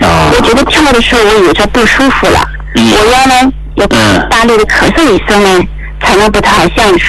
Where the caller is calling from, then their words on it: Yantai, Shandong, China; 我是来自山东烟台的哈。